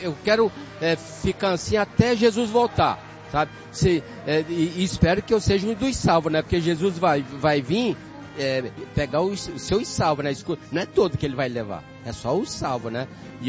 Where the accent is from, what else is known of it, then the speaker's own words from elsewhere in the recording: São Paulo, Brazil; Sapopemba, Zona Leste.